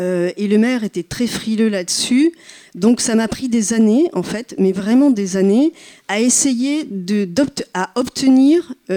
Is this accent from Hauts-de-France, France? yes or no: no; Libourne, Nouvelle-Aquitaine, France; Donc moi, je viens de Libourne. Libourne, je ne sais pas si ça vous évoque quelque chose. Donc Libourne en est en Gironde, on est au nord-est de Bordeaux, une trentaine de kilomètres.